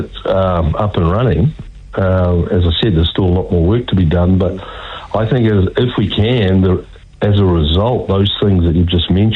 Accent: New Zealand; I'm a Kiwi. I played for New Zealand. I played as a kid at Cornwall Cricket Club

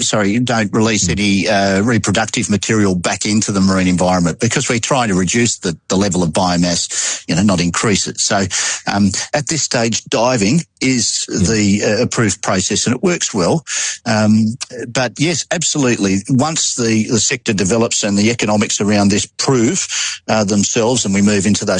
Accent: Australia; I'm an Australian.

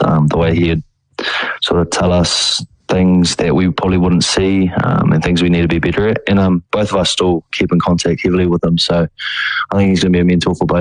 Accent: Opotiki, Bay of Plenty, New Zealand; I'm from Te Whanapunui, Te Whakatoia, Opotiki, and Omoa. It's on the east coast, Bay of Plenty. So, yeah, I'm pretty proud of being from there, yeah.

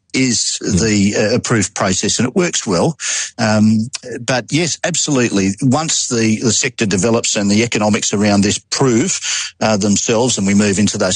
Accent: Australia; I'm an Australian.

